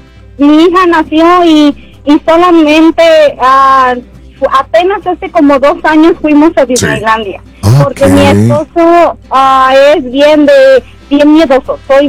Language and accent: Spanish; Guanajuato, Mexico; Conozco, soy de Guanajuato y solamente conozco lo que es Salvatierra, Cámbaro y Celaya, nada más hasta ahí.